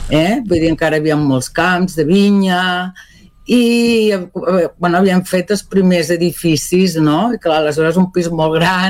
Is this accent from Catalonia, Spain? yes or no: yes; Barberà del Vallès, Catalonia, Spain; born there; Catalan is a second language; also born or lived in Melilla / Zaragoza; encara hi havia molts carrers sense asfaltar, vol dir que tot era com molt poble encara Barberà del Vallès era un poble.